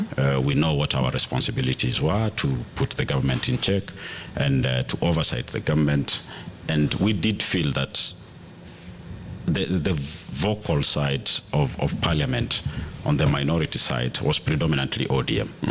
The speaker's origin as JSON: {"language": "English", "town": "Nyamira", "region": "Nyamira County", "country": "Kenya", "said": "I'm from Nyamira."}